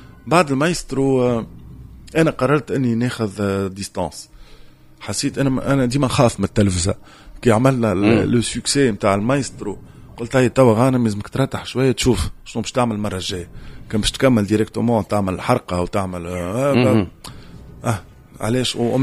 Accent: Tunisia; واحدة من احلى الممثلات اللي عندنا في تونس.

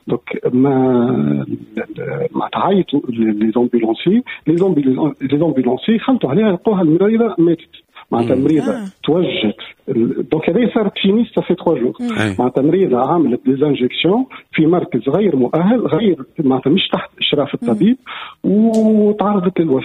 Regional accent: Tunisia; عندنا في تونس

